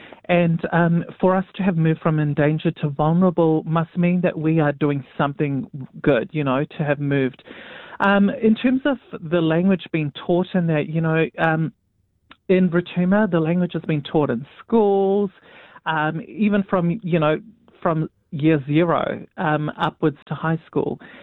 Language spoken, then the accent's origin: English; Auckland, New Zealand; born there; first language English; I think for many Pacific people who are born here in New Zealand, like myself, I was born in the North Shore